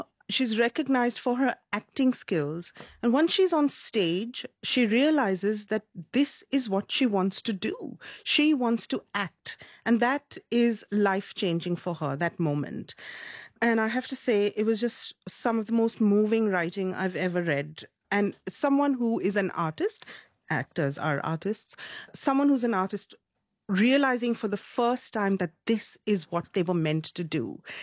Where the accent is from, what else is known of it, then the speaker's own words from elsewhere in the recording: India; Growing up in India, we had a very different 80s